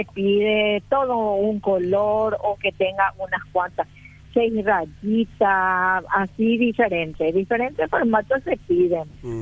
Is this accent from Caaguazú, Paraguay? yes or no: no; Piribebuy, Cordillera, Paraguay; Soy de la ciudad de Piribebuy.